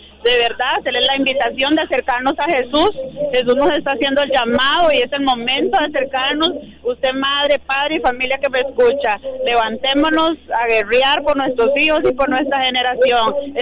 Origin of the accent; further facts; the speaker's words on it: Costa Rica; Somos de Amuri, pero es nuestro cantón.